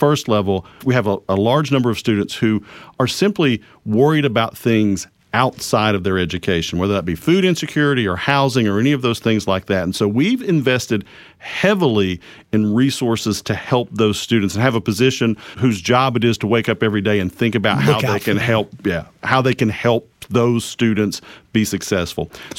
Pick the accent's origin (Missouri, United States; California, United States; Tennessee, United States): Tennessee, United States; moved away as an adult; also born or lived in Richlands, Virginia / Lebanon, Virginia; now in Pulaski County, Virginia, United States; worked my entire career in Appalachia, and so it feels like home. Grew up in Northeast Tennessee in the Tri-City area, worked for a number of years in Richlands and Lebanon, Virginia